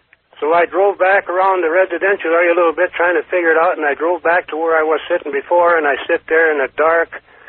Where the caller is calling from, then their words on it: Carson City, Nevada, United States; from Carson City.